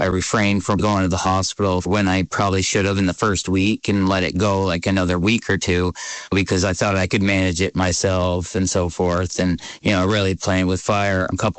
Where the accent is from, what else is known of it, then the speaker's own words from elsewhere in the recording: Burlington, Vermont, United States; I was born here in Vermont, down on North Avenue, Burlington. I ended up staying in the area.